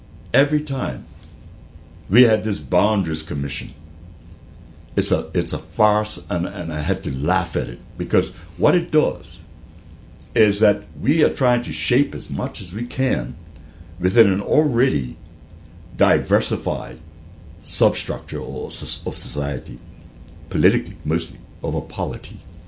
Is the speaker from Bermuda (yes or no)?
yes; Hamilton Parish, Bermuda; because I'm from Hamilton Parish